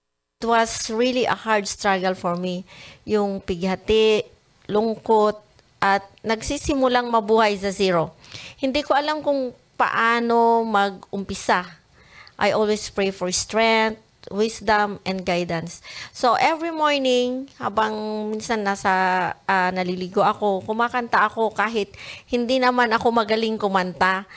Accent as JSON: {"language": "Tagalog", "region": "Cagayan Valley", "country": "Philippines", "lives_now": "Santiago City, Philippines", "said": "So, ako ay from Nueva Vizcaya at ang aking asawa naman ay from Cagayan Province. Pero nakatira kami sa Santiago City, Isabela."}